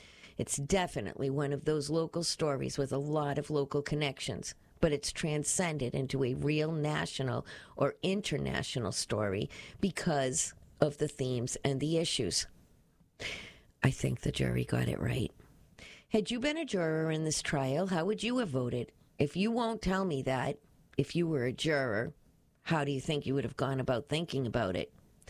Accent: Brockton, Massachusetts, United States; being born and raised in Brockton and living on the South Shore and in Boston, there's a lot of regional connections.

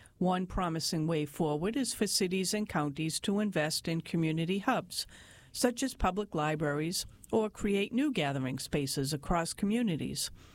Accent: Cherry Valley, New York, United States; when Hurricane Irene and Tropical Storm Lee hit my hometown of Cherry Valley, New York in 2011.

